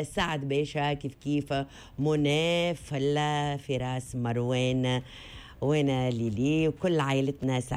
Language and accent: Arabic; Tunisia; moved away